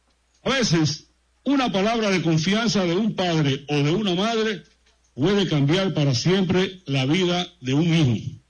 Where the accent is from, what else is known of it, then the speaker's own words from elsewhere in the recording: La Vega, Dominican Republic; Vengo también como un hijo de La Vega, a mi tierra, al lugar donde nacieron muchos de mis sueños y donde aprendí valores que me han acompañado durante toda mi vida.